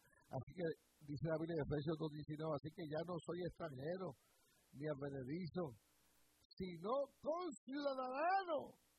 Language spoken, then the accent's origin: Spanish; New York, United States; Pero yo soy norteamericano de nacimiento, nací aquí en la ciudad de Nueva York, en el Bronx.